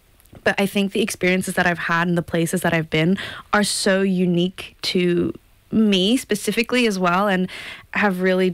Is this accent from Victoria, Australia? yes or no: no; Gold Coast, Queensland, Australia; also born or lived in Strasbourg; now in Sydney, Australia; I grew up on the Gold Coast, and when we were coming back to Australia, I was like, well, if you want to really do this, maybe it'd be better to move to Sydney